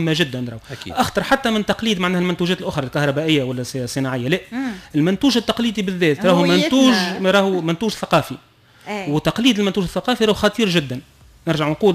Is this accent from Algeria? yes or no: no; Tunisia; الاحتفاظ بالهويه نتاعك كتونسي